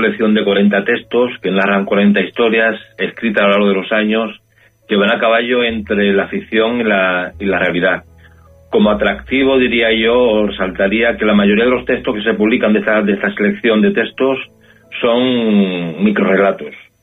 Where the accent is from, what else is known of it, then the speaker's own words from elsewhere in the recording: Ceuta, Spain; textos sobre temáticas que nos afectan directamente a los que somos de Ceuta, como el tema de la inmigración